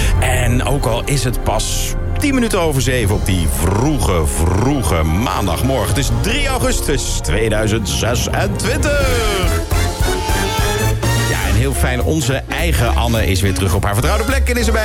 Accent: Arnhem, Gelderland, Netherlands; Ik kom uit Arnhem

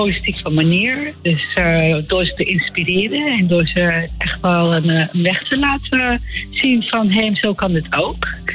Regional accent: Amsterdam, North Holland, Netherlands; Nee, ik woon in Amsterdam. Ik ben in Amsterdam opgegroeid. Ik heb in Amsterdam gestudeerd.

